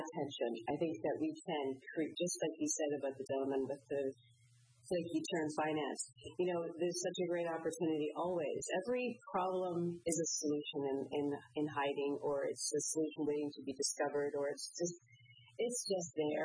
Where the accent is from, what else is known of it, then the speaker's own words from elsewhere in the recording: Georgetown, Ontario, Canada; now in Bermuda; Born and raised in Georgetown, Ontario, Canada. Yes, you hear Canada.